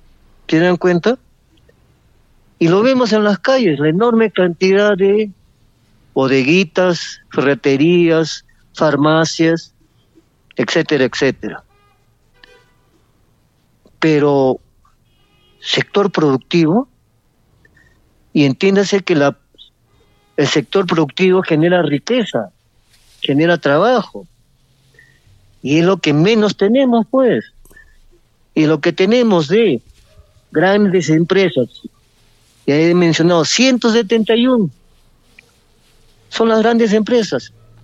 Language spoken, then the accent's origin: Spanish; Peru; nosotros, como peruanos, tenemos que proteger nuestros intereses